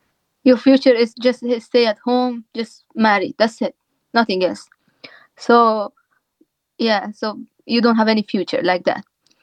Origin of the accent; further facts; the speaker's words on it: Afghanistan; first language Dari; English is a second language; my first language after my Persian, like Dari language. So like English is going to be third one.